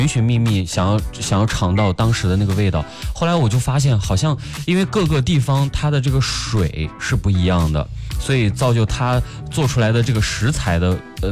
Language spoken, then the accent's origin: Chinese; Xinjiang, China; 在新疆，在我的家乡也有。